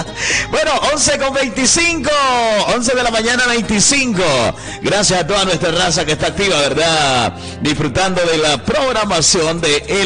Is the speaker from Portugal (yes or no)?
no; Salamá, Olancho, Honduras; Como les he dicho, yo vengo de Salamá, en Olancho.